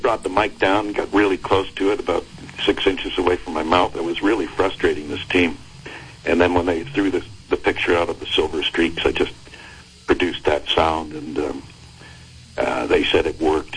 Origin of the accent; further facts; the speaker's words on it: Quebec, Canada; I could probably do a little bit of French. I was raised in Quebec, Canada, so, but it would be a French-Canadian twist to it.